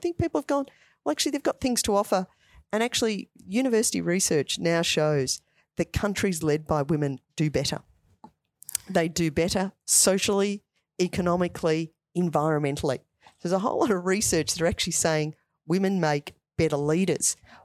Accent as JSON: {"language": "English", "town": "Melbourne", "region": "Victoria", "country": "Australia", "tie": "born or raised there", "said": "I grew up in Ashwood."}